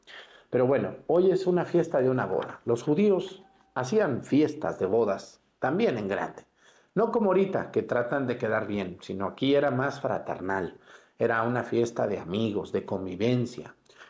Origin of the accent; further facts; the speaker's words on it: Mexticacán, Jalisco, Mexico; en mi pueblo, en Mexicacán